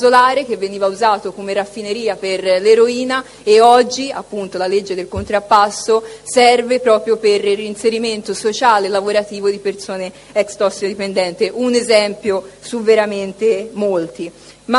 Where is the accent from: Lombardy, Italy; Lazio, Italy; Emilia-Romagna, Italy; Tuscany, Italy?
Tuscany, Italy; io sono toscana